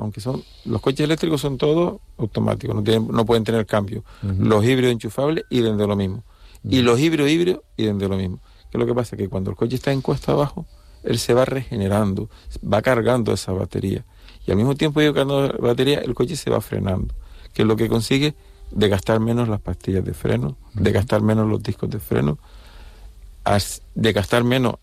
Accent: Las Palmas de Gran Canaria, Canary Islands, Spain; yo soy de origen de Las Palmas, pero Tenerife la conozco.

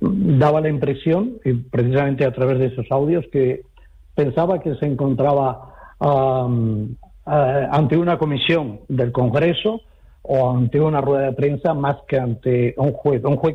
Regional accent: Salamanca, Castile and León, Spain; born there; yo nací en Salamanca

